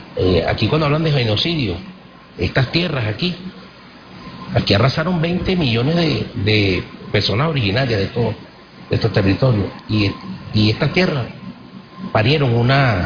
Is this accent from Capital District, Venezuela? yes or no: yes; Caracas, Capital District, Venezuela; born there; 7 días después del terremoto del año 1967, en la clínica Concepción Palacio. Soy sanjuanero de nacimiento.